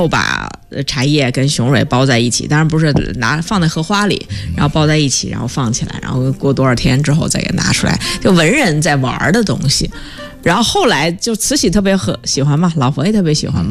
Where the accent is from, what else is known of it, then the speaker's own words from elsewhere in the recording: Beijing, China; 可能我们北京人习惯喝花茶了